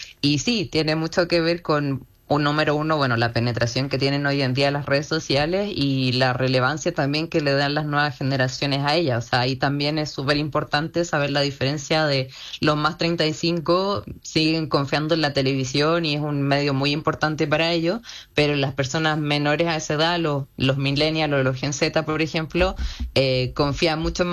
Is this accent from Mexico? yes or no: no; Argentina